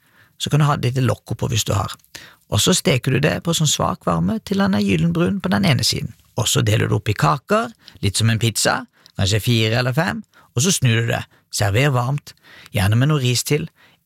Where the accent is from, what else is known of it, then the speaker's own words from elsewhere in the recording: Iran; det er kanskje bare fordi jeg er iraner, ikke sant?